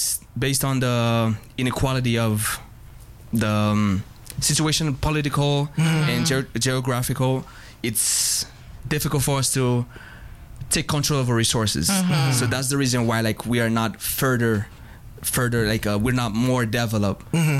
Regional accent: Les Cayes, Sud, Haiti; moved away; also born or lived in Port-au-Prince, Haiti; Okay, I was born in Port-au-Prince, Haiti, actually in the south of Haiti, in a city called Lekai. So I did a majority of my life over there.

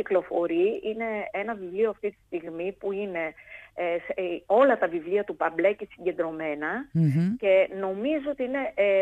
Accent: Western Greece, Greece; από την Ακαρνανία, από τα μέρη μου

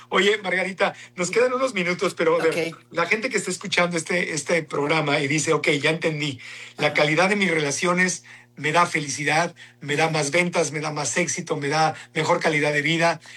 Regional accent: Acapulco, Guerrero, Mexico; Mi abuelita es de Acapulco y yo crecí en Acapulco.

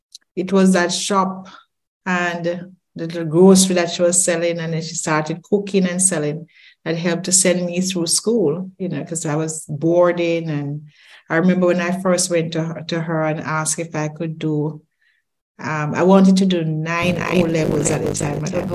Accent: Saint Mary, Jamaica; also born or lived in Highgate, Jamaica / Kingston, Jamaica; I grew up in the country. My first 10 years is in a small district called Dressiki in St. Mary. And then I passed what was then the common entrance to go to Marymount in Highgate, which was like a town compared to my little village.

